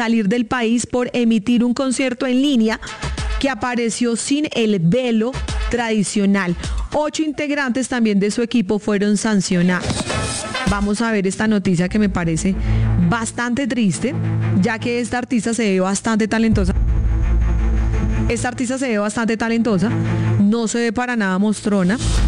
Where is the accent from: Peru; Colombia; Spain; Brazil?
Colombia; born there; Afortunadas nosotras que nacimos en Colombia